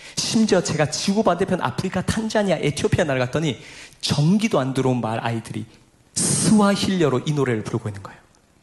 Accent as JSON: {"language": "Korean", "region": "Daegu", "country": "South Korea", "tie": "born or raised there", "said": "저희 고향이 대구인데"}